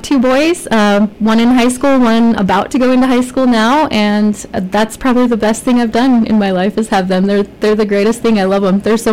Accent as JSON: {"language": "English", "region": "Idaho", "country": "United States", "tie": "born or raised there", "also_born_or_lived": "Las Vegas, Nevada", "said": "My parents moved here in 1996, I believe, and came from Las Vegas. They're Idaho natives. I'm not. I was born in Las Vegas, so it was quite a shock to move here, but I transitioned well. I love it. I started school here."}